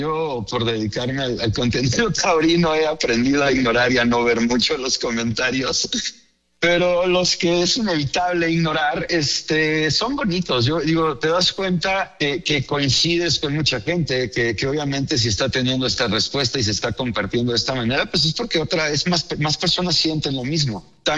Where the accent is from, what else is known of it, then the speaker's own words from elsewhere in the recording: Mexico; no me daban ganas de presumir que era mexicano. Y como dije en el video, tenía tiempo olvidando lo que somos los mexicanos realmente.